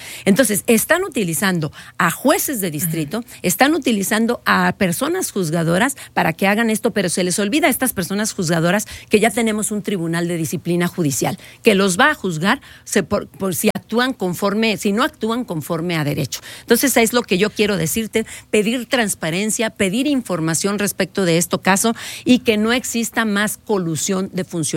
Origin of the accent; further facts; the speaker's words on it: Aguascalientes, Mexico; Somos los ciudadanos de Aguascalientes, los afectados.